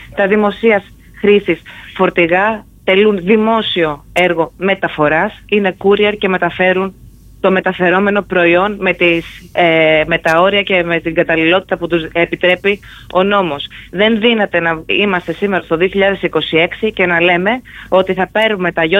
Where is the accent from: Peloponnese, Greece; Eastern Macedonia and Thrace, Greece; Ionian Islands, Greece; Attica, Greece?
Ionian Islands, Greece; Zakynthos; ως Ζακυνθινή